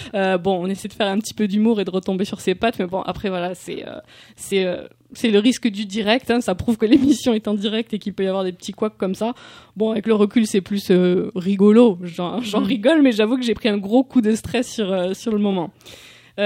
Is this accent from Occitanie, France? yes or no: yes; Occitanie, France; born there; Moi, je suis née en Ariège, je ne suis pas d'ici. Bon, c'est pas très loin quand même.